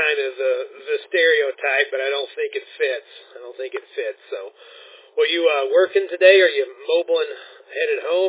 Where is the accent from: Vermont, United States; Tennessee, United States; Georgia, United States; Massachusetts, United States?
Tennessee, United States; accent: Southern; So, I'm originally from Tennessee, so I used to have a Southern accent. Apparently, occasionally it still slips out.